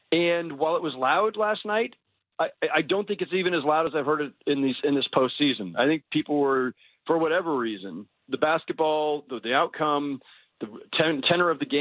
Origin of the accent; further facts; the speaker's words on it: Bay Area, California, United States; moved away; Like, I'm from the Bay Area originally